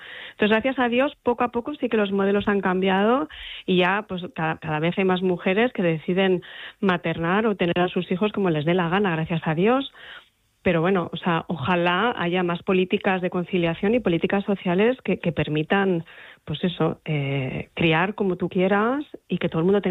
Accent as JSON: {"language": "Spanish", "town": "Gijón", "region": "Asturias", "country": "Spain", "said": "yo soy de provincias, yo soy de Gijón además, entonces había esta cosa de no digas nada en el colegio que te van a mirar distinto, ¿no?"}